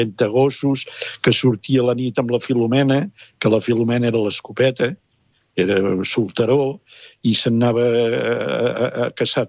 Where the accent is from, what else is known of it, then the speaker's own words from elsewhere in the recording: Palafrugell, Catalonia, Spain; de la meva infantesa, de la meva joventut a Palafrugell